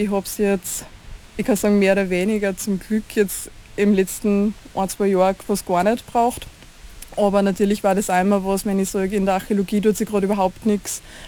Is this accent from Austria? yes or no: yes; Hallstatt, Upper Austria, Austria; moved away as an adult; now in Vienna, Austria; ich bin eben da aufgewachsen in Hallstatt und bin dann aber eben zum Studieren nach Wien gegangen